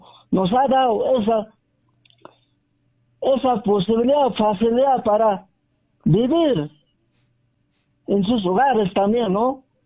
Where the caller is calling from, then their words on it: Puno, Peru; Estoy llamando desde la provincia de Mo